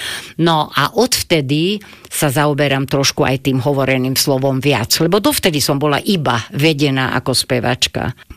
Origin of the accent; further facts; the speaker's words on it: Bratislava, Bratislava Region, Slovakia; som z Podunajských Biskupíc, ale som dlhé roky žila na Februárke oproti Štolverku a potom na Sibírskej ulici.